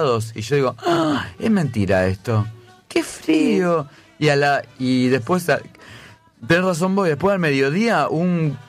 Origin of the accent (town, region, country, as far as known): Argentina